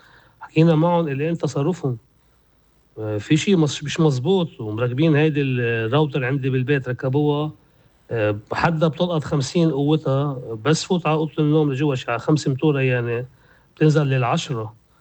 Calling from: Ain el Remmaneh, Mount Lebanon, Lebanon; من عين رمانة.

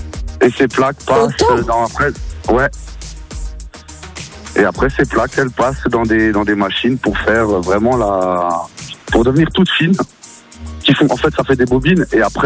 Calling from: Colmar, Grand Est, France; Je suis de Colmar en Alsace.

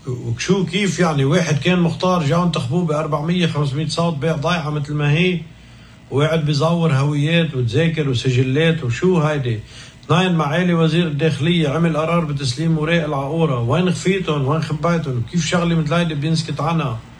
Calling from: Aqoura, Mount Lebanon, Lebanon

